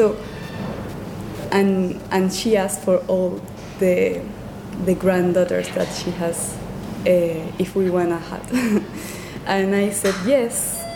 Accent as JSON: {"language": "English", "town": "Santiago", "country": "Chile", "tie": "born or raised there", "also_born_or_lived": "Valdivia", "second_language": "English", "moved": "as an adult", "lives_now": "London, United Kingdom", "said": "I'm from Chile, and I'm here in London from just 4 months ago. I'm studying now the Master in Fine Arts, which I chose. So it's my first time here, but all my life I live in Chile."}